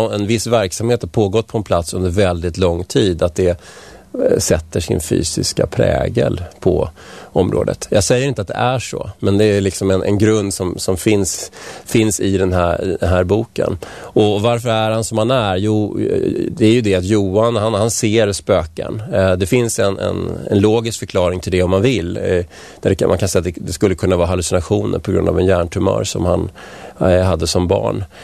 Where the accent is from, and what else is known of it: Vällingby, Stockholm County, Sweden; also born or lived in Strängnäs; now in Nacka, Sweden